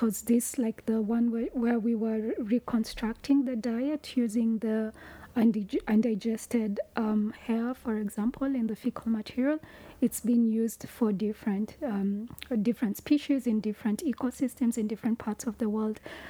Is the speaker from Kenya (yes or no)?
yes; Kenya; accent: Kenyan; Maybe I'm saying it with my Kenyan accent.